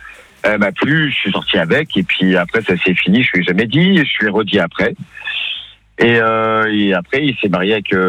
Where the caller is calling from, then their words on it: Brittany, France; je suis en Bretagne.